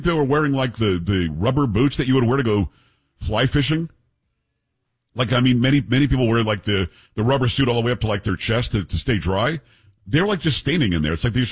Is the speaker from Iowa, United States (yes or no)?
no; Florida, United States; See, I grew up in South Florida where we deep sea fish.